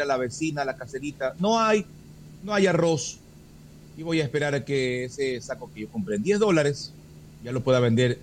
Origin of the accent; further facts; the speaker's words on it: Ecuador; somos ecuatorianos